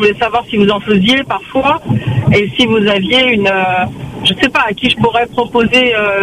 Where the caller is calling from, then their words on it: Réunion; moi, je suis à moitié italienne, mais réunionnaise en même temps. Je suis moitié-moitié. Et donc, tous les ans, je vais en Italie voir ma famille italienne et je passe le reste de l'année sur l'île de la Réunion.